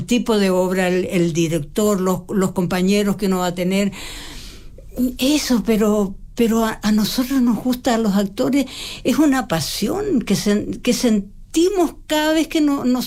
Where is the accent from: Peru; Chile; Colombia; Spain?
Chile; also born or lived in Mexico; y mi papá tenía unos parientes en Chile, y cuando yo tenía 7 años, decidió venir a Chile a probar, y aquí ya, por supuesto, estudié todo